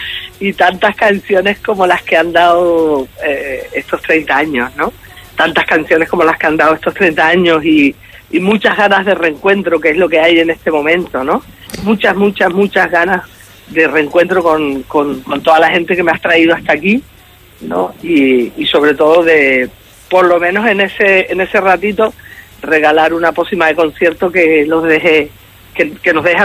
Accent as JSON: {"language": "Spanish", "town": "Arrecife", "region": "Canary Islands", "country": "Spain", "said": "ya nació en mi tierra, que ya nació en Arrecife"}